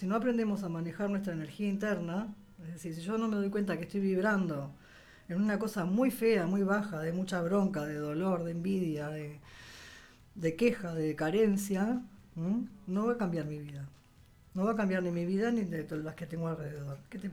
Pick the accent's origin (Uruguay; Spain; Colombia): Uruguay; Somos uruguayos, olvídate, eso va a estar.